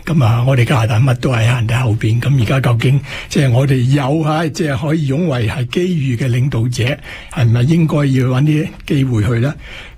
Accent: Hong Kong; now in Canada; 我哋香港人

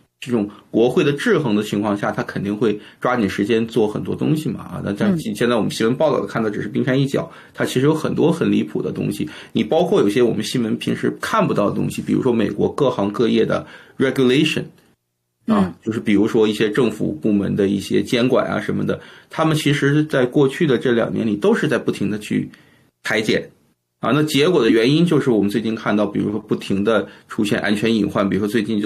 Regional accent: Canada; 所以我作为加拿大人，实际上我们应该是很希望美国好的，因为美国好我们这边才好嘛

